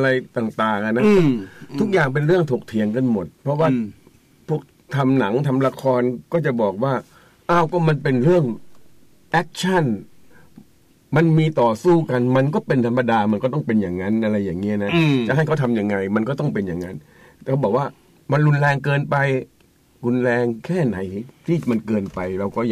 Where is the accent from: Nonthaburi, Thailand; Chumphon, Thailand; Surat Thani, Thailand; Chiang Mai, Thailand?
Nonthaburi, Thailand; ไอ้เราก็เป็นคนนนทบุรี